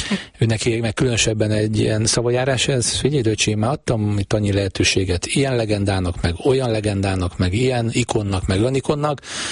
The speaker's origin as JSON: {"language": "Hungarian", "town": "Pécs", "region": "Baranya", "country": "Hungary", "moved": "as an adult", "lives_now": "Nyíregyháza, Hungary", "said": "én is egy megyeszékhelyről érkezek, ugye én pécsi vagyok"}